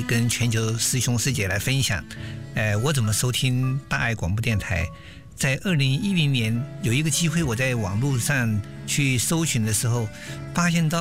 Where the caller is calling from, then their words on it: Burnaby, British Columbia, Canada; 我来自加拿大本来比区。